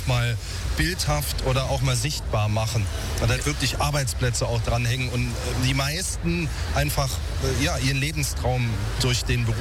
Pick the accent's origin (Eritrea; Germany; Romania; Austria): Germany; Trier, Rhineland-Palatinate; weil ich komme eigentlich aus einer sehr ländlichen Gegend, aus meiner Heimatstadt Trier und dann verbunden aus meinem Heimatdorf.